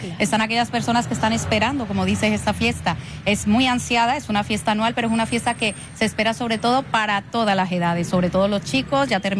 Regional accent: Colombia; Yo soy colombiana.

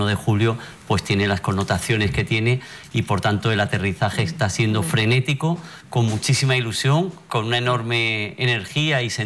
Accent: Ceuta, Spain; born there; moved away; yo nací en Ceuta, efectivamente, toda mi familia, mis abuelos vinieron de fuera, pero ya mis padres, que mi padre hoy tendría más de 100 años, tengo una tía con 102 años que afortunadamente vive y por tanto, tanto por parte materna y paterna, somos de Ceuta de siempre

